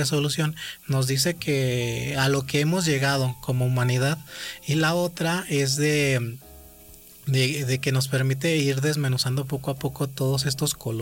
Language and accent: Spanish; Mexico